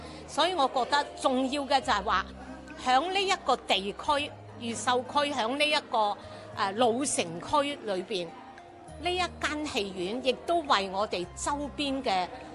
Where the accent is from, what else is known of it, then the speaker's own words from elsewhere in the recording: Guangzhou, Guangdong, China; 我哋廣州人，我哋廣東人。